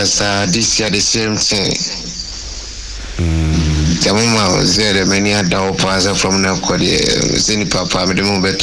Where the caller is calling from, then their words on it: Tunisia; I'm from Tunisia.